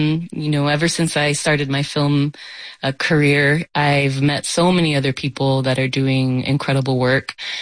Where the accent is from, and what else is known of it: El Paso, Texas, United States; born or raised there